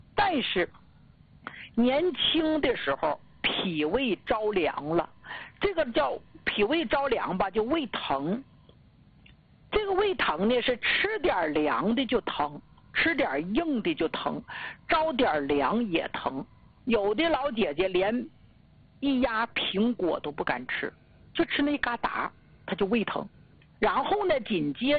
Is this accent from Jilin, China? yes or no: yes; Jilin, China; accent: Northeastern; 咱们吉林这块吧，我是老家乡了，土生土长的，跟咱们家乡人唠嗑吧，就特意用这个口音，一听东北口音非常浓